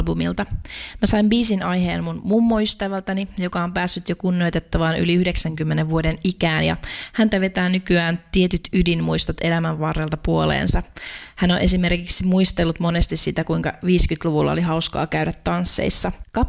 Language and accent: Finnish; Tampere, Pirkanmaa, Finland; Mä oon tamperelainen musiikin tekijä ja mun musassa yhdistyy tarttuvat melodiat, vahva tarinankerronta ja orgaaninen bändisoundi.